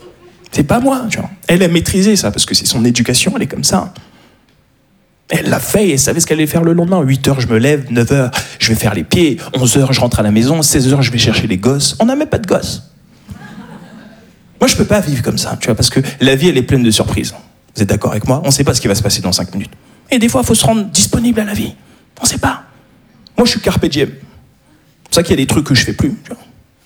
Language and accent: French; Paris, Île-de-France, France; je suis un Parisien, voilà ce que je suis.